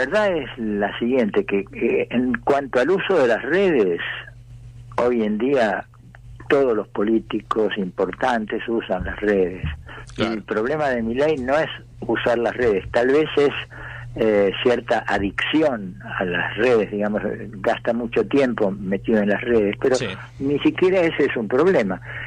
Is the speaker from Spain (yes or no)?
no; Argentina